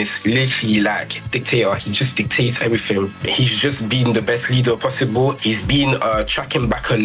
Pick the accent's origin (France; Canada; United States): France; Paris, Île-de-France; I grew up in Paris. Very close to where Mbappe lived.